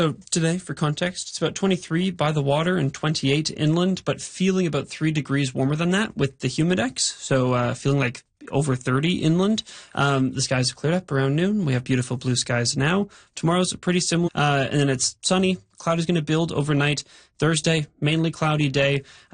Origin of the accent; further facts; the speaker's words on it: Hamilton, Ontario, Canada; now in Vancouver, Canada; my hometown of Hamilton.